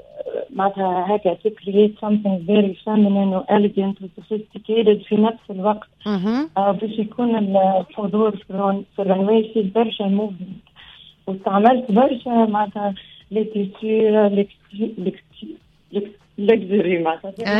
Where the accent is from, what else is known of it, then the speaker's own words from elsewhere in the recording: Tunisia; عايزك خاطر انا ديما نقول انا تونسية، وديما نحب معناتها نخلي الايدنتيتي نتاعي حاجة فارتي مني